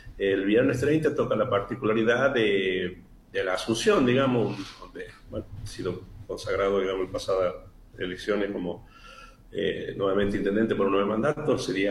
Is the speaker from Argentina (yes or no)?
yes; northern Argentina, Argentina